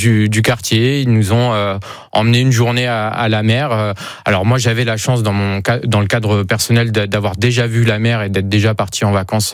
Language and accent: French; Châlette-sur-Loing, Centre-Val de Loire, France; now in Tours, France; je suis originaire de Chalette-sur-Loing, une petite ville à